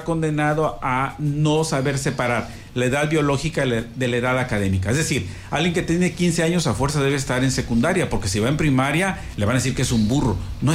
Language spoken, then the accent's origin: Spanish; Chiapas, Mexico; Pues yo soy chapaneco.